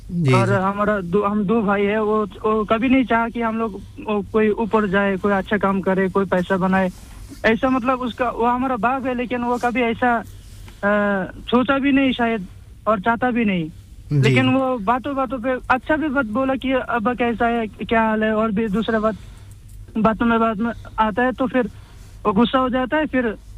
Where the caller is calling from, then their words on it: Bangladesh; میں بنگلہ دیش سے ہوں.